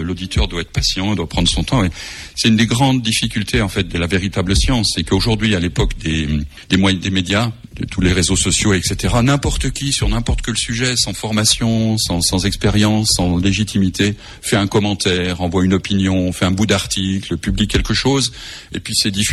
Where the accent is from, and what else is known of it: Lyon, Auvergne-Rhône-Alpes, France